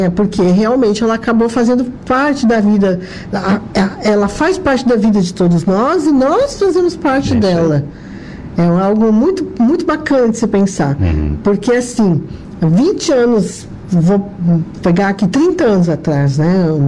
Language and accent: Portuguese; São Paulo, Brazil; now in Santa Catarina, Brazil; Eu sou paulista